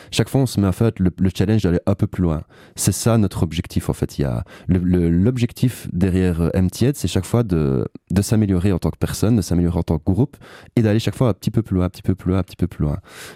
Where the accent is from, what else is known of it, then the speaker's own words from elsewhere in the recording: Liège, Wallonia, Belgium; je suis liégeois, donc je saurais pas te dire à quel point ça m'influence ou pas, vu que c'est moi.